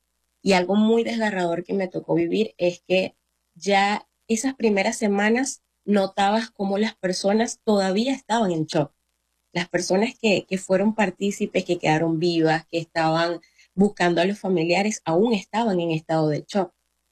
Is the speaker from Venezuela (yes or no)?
yes; Barquisimeto, Lara, Venezuela